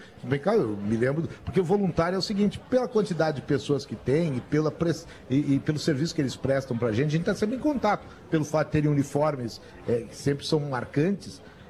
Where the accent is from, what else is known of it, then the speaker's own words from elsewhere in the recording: Porto Alegre, Rio Grande do Sul, Brazil; eu sou de Porto Alegre, não tenho como sair de Porto Alegre na Copa, gostaria de ficar em Porto Alegre.